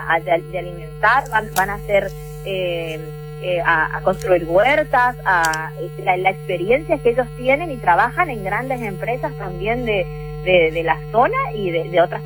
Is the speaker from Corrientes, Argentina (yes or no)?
yes; Monte Caseros, Corrientes, Argentina; born there; Yo particularmente, que soy nacida en Montecaseros